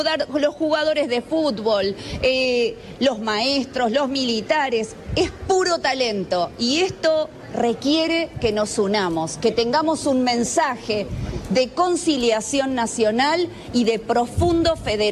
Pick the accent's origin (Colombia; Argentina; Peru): Argentina; que somos argentinos bendecidos por los paisajes, los climas, los recursos naturales